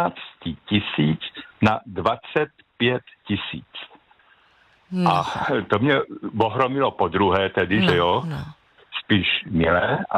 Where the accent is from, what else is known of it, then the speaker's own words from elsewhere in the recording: Central Bohemian Region, Czechia; jsem ze Středočeského kraje.